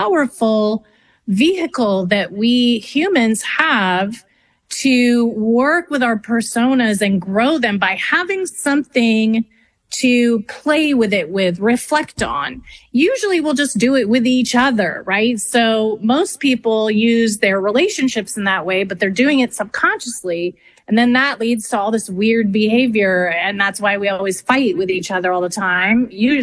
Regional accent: Canada; And I'm French Canadian, so it's really funny actually.

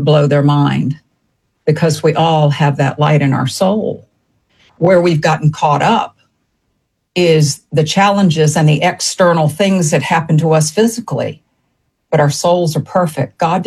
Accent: Savannah, Georgia, United States; born or raised there

